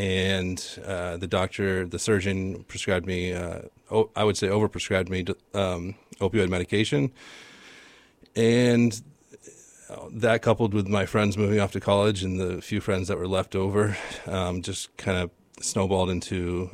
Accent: Waterbury, Vermont, United States; Yes, I grew up in Waterbury, Vermont.

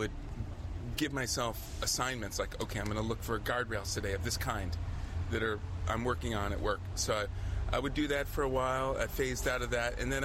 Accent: Rust Belt, United States; But I grew up in the Rust Belt, and I love the decrepit industrial landscape, and I like riding through all of it.

